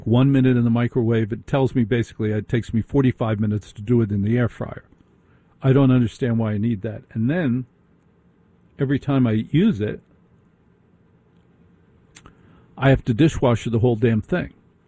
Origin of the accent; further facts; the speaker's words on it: United States; You and I as Americans like to buy options.